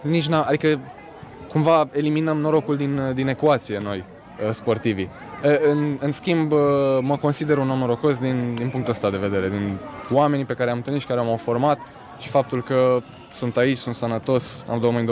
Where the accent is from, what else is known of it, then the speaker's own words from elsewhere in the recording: Romania; de unde ești? Și spun, e România